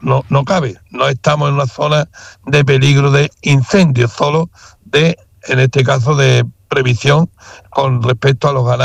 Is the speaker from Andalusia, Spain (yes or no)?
yes; Aznalcóllar, Andalusia, Spain; para mi pueblo